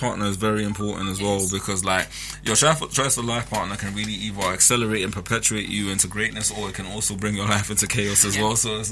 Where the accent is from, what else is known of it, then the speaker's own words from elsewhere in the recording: Ghana; sometimes I can overexert myself because it's like I come from Ghana as well.